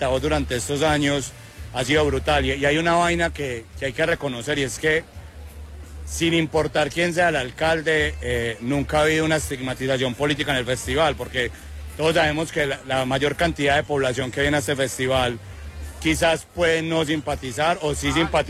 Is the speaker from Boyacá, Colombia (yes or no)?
no; Medellín, Antioquia, Colombia; los que nacimos en Medellín, en la Medellín violenta, los 90